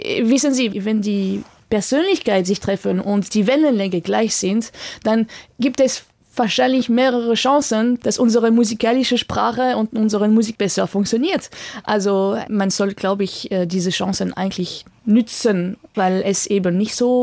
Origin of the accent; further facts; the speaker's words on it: France; German is a second language; also born or lived in Vienna, Austria / Germany; now in Austria; also musikalisch aufgewachsen bin in Wien und in Deutschland. Meine erste Stelle war in Würzburg am Theater und dann Deutsche Oper am Rhein, Duisburg, Düsseldorf. Ich lebe in Österreich.